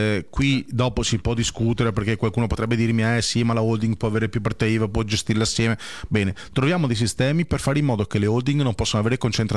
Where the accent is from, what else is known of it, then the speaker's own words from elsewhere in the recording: Veneto, Italy; io da buon veneto